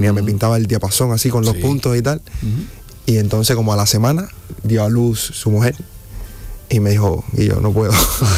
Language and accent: Spanish; Havana, Cuba; moved away; Yo soy de La Habana del Este, la parte de las playas.